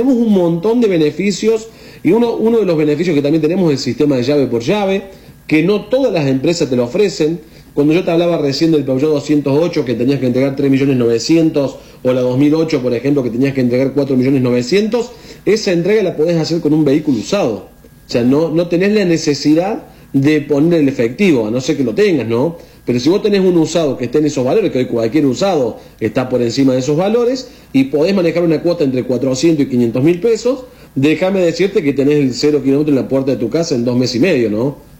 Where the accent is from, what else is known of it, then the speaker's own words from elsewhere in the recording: Laboulaye, Córdoba, Argentina; Yo soy oriundo de la Bulalle, inclusive.